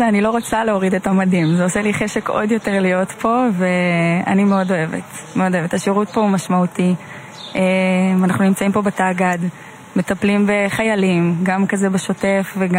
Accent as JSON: {"language": "Hebrew", "town": "Lehavim", "region": "Southern District", "country": "Israel", "tie": "born or raised there", "said": "אני דרומית במקור, אני מלהבים."}